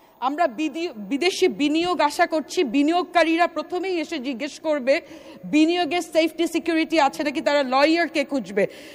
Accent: Panchagarh, Rangpur Division, Bangladesh; আমার নিজ জেলা পঞ্চগড়

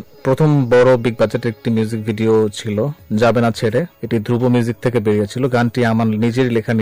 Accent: Tarash, Rajshahi Division, Bangladesh; আমার জন্মস্থান সিরাজগঞ্জে তারাস উপজেলায় এবং উপজেলার সদরেই আমার জন্ম।

